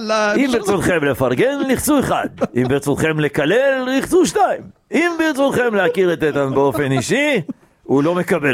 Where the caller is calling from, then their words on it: Tel Aviv, Tel Aviv District, Israel; כרגע תל אביב.